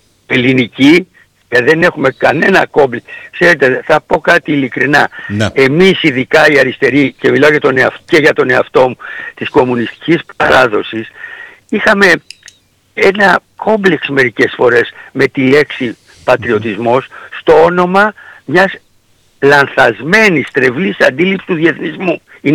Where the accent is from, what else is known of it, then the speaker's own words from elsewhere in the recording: Lixouri, Ionian Islands, Greece; Και εγώ έχω γεννηθεί στο Λιξούρ και έχω ζήσει στα Ιόνια, με καταγωγή βέβαια από την Ήπειρο.